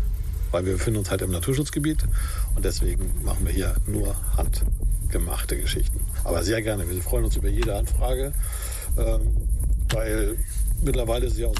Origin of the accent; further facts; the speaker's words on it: Wedel, Schleswig-Holstein, Germany; also born or lived in Hamburg / Beldorf; now in Dithmarschen, Germany; Nein, ich bin kein Hamburger. Ich bin am Wasser groß geworden und zwar in Wedel an der Elbe. Und habe ich dann langsam von Wedel über Hamburg, eine Zeit lang in Hamburg, gelebt